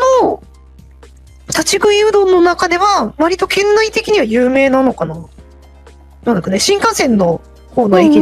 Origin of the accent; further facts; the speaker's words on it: Dazaifu, Fukuoka, Japan; ダザイフが出身なんですけど、うんうん、福岡県はね。はい、福岡県はダザイフの出身でございまして